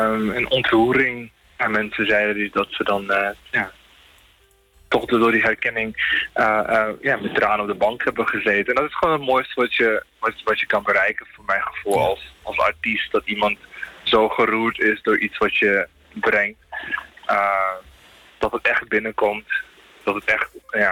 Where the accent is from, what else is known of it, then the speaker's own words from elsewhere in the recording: Suriname; born there; Ik zing in het Surinaams de taal van het land waar ik ben geboren.